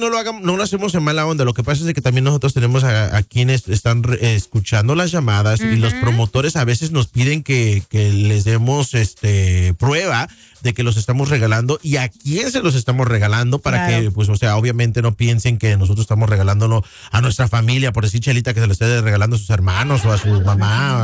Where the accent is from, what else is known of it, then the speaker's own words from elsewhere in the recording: Morelos, Mexico; moved away; en Cuernavaca, donde cerquita de donde soy yo. En Cuernavaca, Morelos